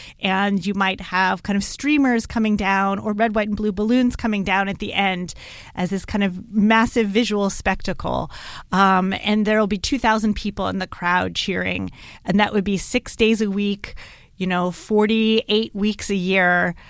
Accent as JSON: {"language": "English", "region": "Missouri", "country": "United States", "tie": "born or raised there", "also_born_or_lived": "East Coast", "moved": "yes", "lives_now": "St. Louis, United States", "said": "I grew up in Missouri, so I always knew about Branson."}